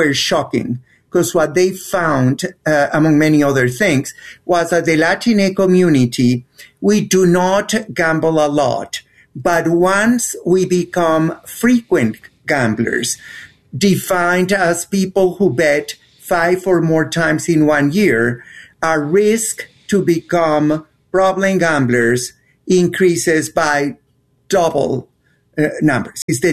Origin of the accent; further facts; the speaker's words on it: Colombia; English is a second language; moved away as an adult; now in United States; Well, I'm from Colombia, and I came to the U.S. when I was already 41 because of the middle age crisis.